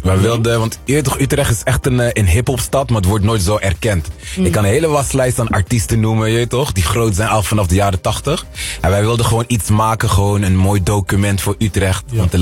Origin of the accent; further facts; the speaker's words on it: Aruba; born there; Ik ben op Aruba geboren, maar ik noem mijzelf altijd Afrikaan.